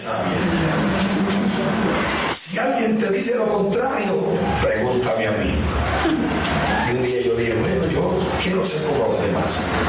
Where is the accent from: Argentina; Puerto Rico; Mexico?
Puerto Rico; Así somos nosotros los puertorriqueños, ¿saben?